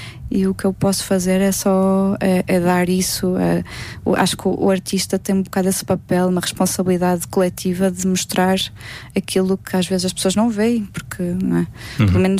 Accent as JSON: {"language": "Portuguese", "town": "Vila Real", "region": "Norte", "country": "Portugal", "said": "E o mirandês também é algo que sempre estava na parte de trás da minha cabeça enquanto transmontana. Ela existia, mas eu não falava mirandês com ninguém, porque em Vila Real."}